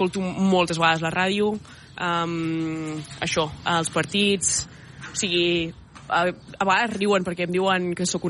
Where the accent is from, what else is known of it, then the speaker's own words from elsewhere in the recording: Catalonia, Spain; moved away as an adult; now in England; sóc catalana